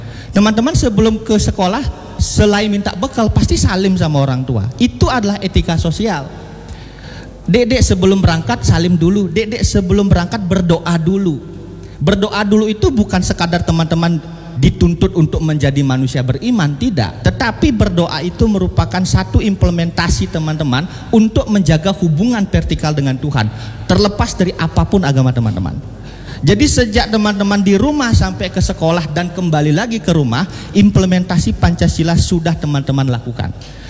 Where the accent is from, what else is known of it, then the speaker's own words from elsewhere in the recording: Buleleng, Bali, Indonesia; kita di Buleleng yang sejak awal kita berdiri sebagai Sunda kecil dan kita menjadi satu daerah independen, kita sudah sangat beragam.